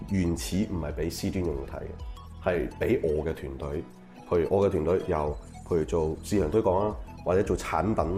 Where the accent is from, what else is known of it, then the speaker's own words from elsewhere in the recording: China; 即證明即我哋中國人的需求是往上